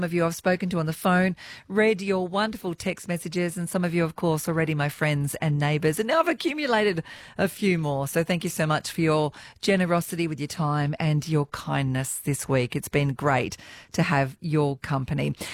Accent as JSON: {"language": "English", "region": "New South Wales", "country": "Australia", "tie": "born or raised there", "said": "It's been such a treat broadcasting from Bundjalung country, my home country"}